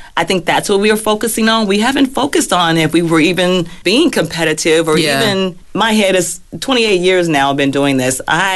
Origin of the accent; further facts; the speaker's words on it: Compton, California, United States; So growing up in Compton, created those spaces.